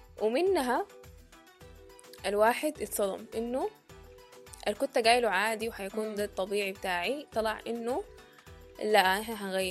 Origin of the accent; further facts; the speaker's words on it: Sudan; زي مثلا عندنا في السودان لما حصلت الحرب ما كان عندي اوبشن